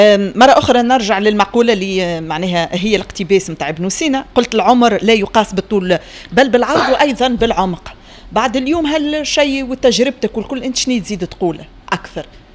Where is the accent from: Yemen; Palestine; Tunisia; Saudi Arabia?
Tunisia; accent: Tunisian; بلهجتنا التونسيه